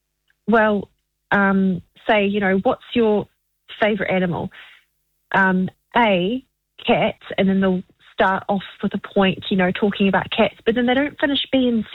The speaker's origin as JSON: {"language": "English", "region": "South Island", "country": "New Zealand", "said": "I've not, but it's funny because I'm from the South Island. We don't do it."}